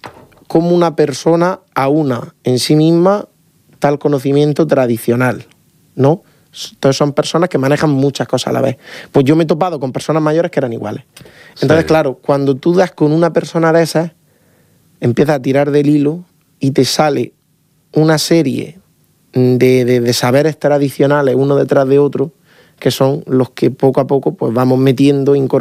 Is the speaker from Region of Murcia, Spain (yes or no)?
yes; Lorca, Region of Murcia, Spain; una mujer de aquí del estudio que es paisana mía, de ahí de Lorca